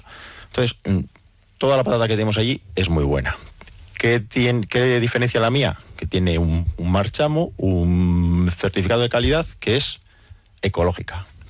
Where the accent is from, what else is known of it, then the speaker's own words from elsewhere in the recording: Castile and León, Spain; En el Geoparque de Las Loras, mi pueblo justo abajo de Las Tuerces.